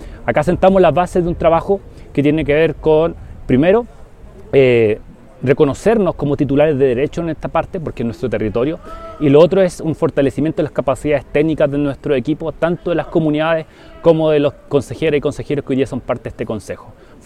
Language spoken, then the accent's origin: Spanish; Curarrehue, Araucanía, Chile; nosotras y nosotros los mapuches acá, mapuche, pehuenche, huinculche del territorio de Curarrehue